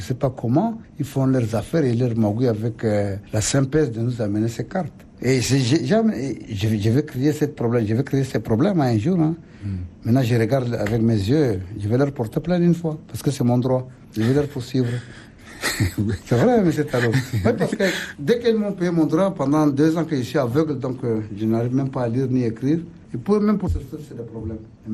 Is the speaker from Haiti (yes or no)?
no; Chad; moi je suis un Tchadien